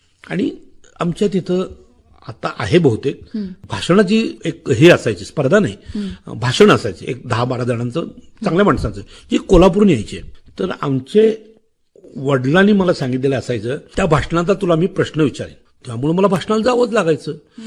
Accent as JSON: {"language": "Marathi", "town": "Ajara", "region": "Maharashtra", "country": "India", "tie": "born or raised there", "said": "आमच्याकडे आजऱ्याला एक ग्रंथालय आहे, जे पटवर्धन सरकार इचलकरंजी त्यांनी केलेलं आहे. ते त्यांचं संस्थान होतं, आमचं गाव त्यांचं संस्थान होतं."}